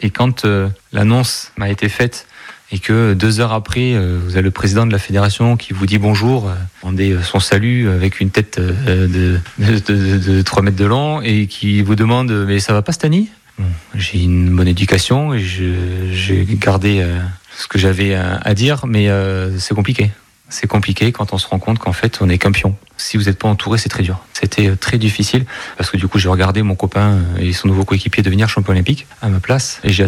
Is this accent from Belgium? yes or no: no; Bergerac, Nouvelle-Aquitaine, France